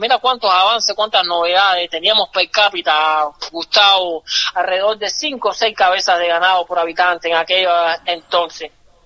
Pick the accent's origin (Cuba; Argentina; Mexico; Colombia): Cuba; A veces entre nosotros los cubanos nos decimos